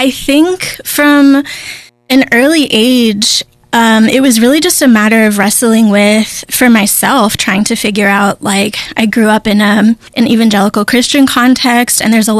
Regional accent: Daytona Beach, Florida, United States; I grew up in Florida in the Daytona Beach area, and it was a very touristy, like beachy area.

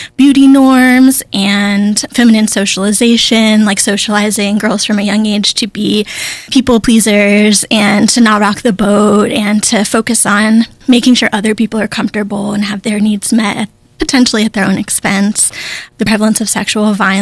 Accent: Daytona Beach, Florida, United States; I grew up in Florida in the Daytona Beach area, and it was a very touristy, like beachy area.

